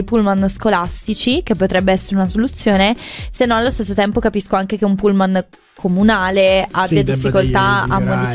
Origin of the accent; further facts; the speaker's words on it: Apulia, Italy; born there; Io invece mi ricordo che nella mia scuola in Puglia abbiamo sempre fatto fino al sabato.